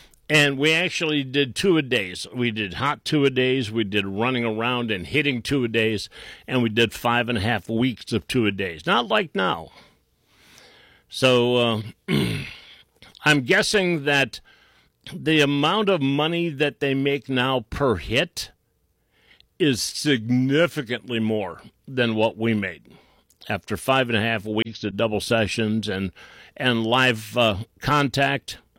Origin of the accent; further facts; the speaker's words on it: Ohio, United States; maybe it was because I'm from Northeast Ohio.